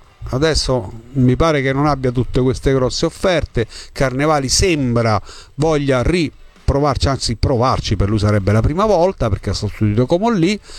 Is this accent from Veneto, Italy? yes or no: no; Abruzzo, Italy; da buon abruzzese insisto